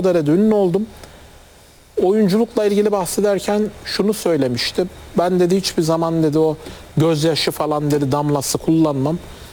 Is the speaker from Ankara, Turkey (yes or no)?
no; Adana, Turkey; İşte Adanalıyım.